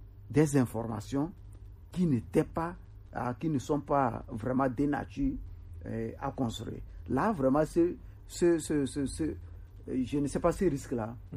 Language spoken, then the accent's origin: French; Togo; Nous faisons ce travail en tant que Togolais.